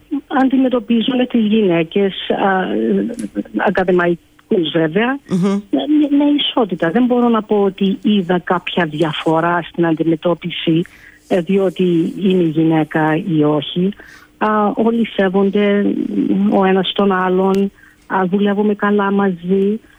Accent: Karpathos, South Aegean, Greece; also born or lived in Athens; όσο μεγάλωσα στο νησί, στην Κάρπαθο και μετά στην Αθήνα, όλες οι εμπειρίες ζώντας σε ένα νησί και μετά ζώντας στην πόλη

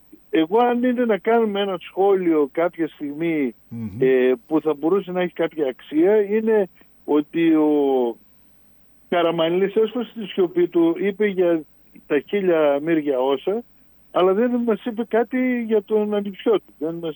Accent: Serres, Central Macedonia, Greece

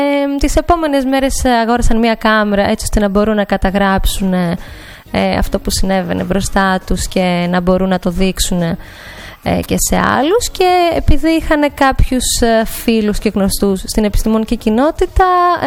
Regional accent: Amaliada, Western Greece, Greece; now in Zakynthos, Greece; Εγώ είμαι από τη Δυτική Πελοπόννησο, από την Αμαλιάδα.

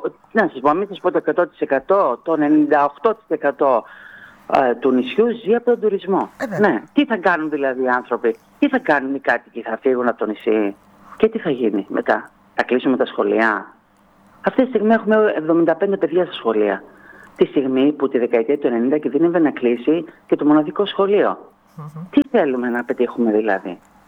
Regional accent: Tilos, South Aegean, Greece; Εγώ είμαι σήμερα δήμαρχος Τήλου και υπηρετώ το νησί μου, τον τόπο μου

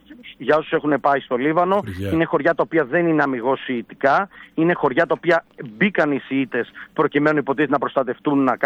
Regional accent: Thessaloniki, Central Macedonia, Greece; το ξέρετε και είμαστε όλοι από τη Θεσσαλονίκη

